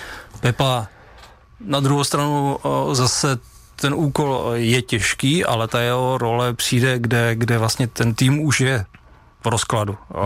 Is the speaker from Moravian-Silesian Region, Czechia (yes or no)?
yes; Opava, Moravian-Silesian Region, Czechia; jsem z Opavy, jako narodil jsem se tam